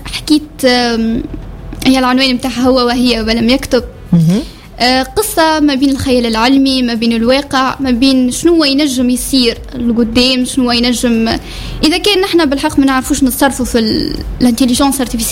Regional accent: Bir Ali Ben Khalifa, Sfax Governorate, Tunisia; بيرعلي العويد.

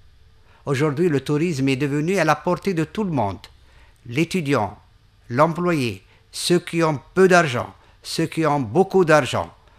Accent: Le Bardo, Tunis Governorate, Tunisia; Bon, moi je suis du Bardo, je savais qu'il y avait une caserne militaire à côté du musée.

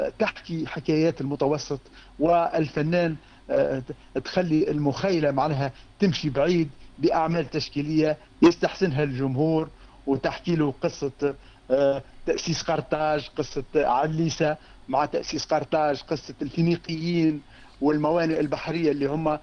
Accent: Tunisia; عندنا في تونس

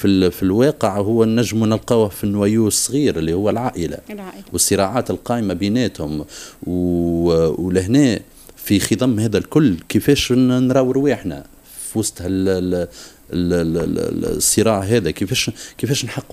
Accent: Tunisia; لاني انا ولد تونس مولود لهنا وعايش في مجتمع تونسي

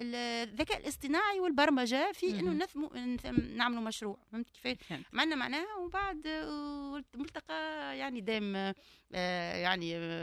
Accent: Tunisia

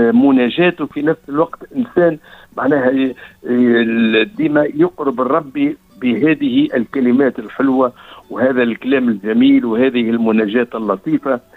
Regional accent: Kairouan, Kairouan Governorate, Tunisia; وانا صغير نرجع 60 سنة التالي في مدينة القيروان،

